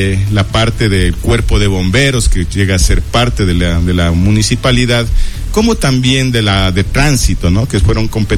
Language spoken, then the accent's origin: Spanish; Quiroga, Imbabura, Ecuador; Cuando me preguntaban de dónde eres, decía de Quiroga, y ¿dónde es eso? Entonces tenía en la mente que tengo que posicionar a mi parroquia.